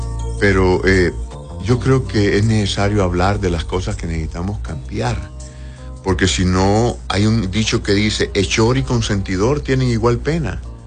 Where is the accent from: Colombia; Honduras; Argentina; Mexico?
Honduras; born there; Yo no soy israelita y nunca voy a ser israelita. Yo nací como hondureño. Mis raíces son otras